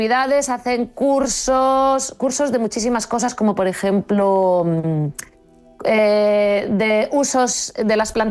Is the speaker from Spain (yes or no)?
yes; Asturias, Spain; born there; no hay chicas de mi quinta en mi pueblo